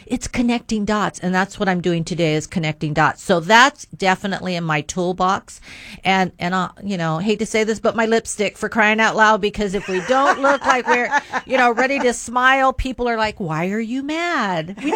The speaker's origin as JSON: {"language": "English", "area": "Yuma County", "region": "Arizona", "country": "United States", "tie": "born or raised there", "said": "I'm a rural girl, rural roots, born and raised in Yuma County."}